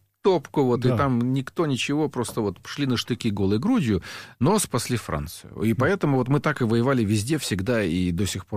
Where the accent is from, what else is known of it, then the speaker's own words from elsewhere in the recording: Ukraine; я как украинец не могу сразу же не вспомнить